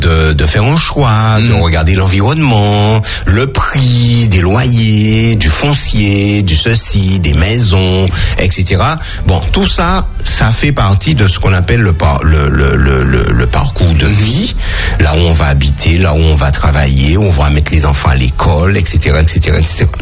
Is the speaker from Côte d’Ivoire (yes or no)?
no; Martinique; en tant que martiniquais